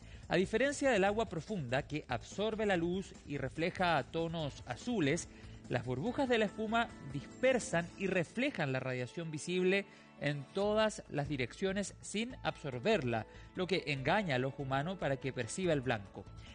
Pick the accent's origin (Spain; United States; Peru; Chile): Chile